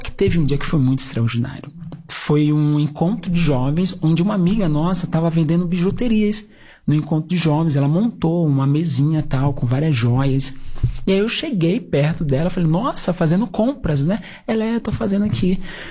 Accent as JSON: {"language": "Portuguese", "region": "Bahia", "country": "Brazil", "said": "revelou que eu sou baiano, né?"}